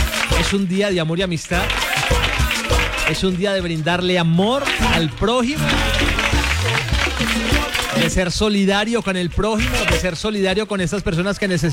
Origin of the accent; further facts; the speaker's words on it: Cali, Valle del Cauca, Colombia; Vamos a unirnos como caleños, como colombianos.